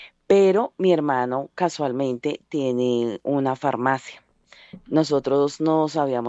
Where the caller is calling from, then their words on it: Bogotá, Colombia; de Bogotá.